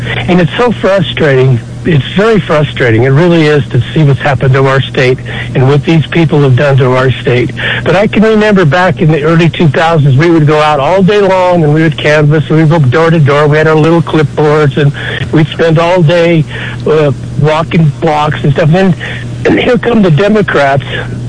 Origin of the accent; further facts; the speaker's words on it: Colorado, United States; Okay, well, I was born and raised in Colorado. I live in Denver County.